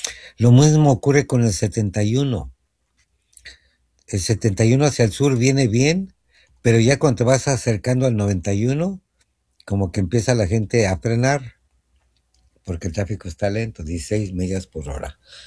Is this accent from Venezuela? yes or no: no; Mexico; los que somos mexicanos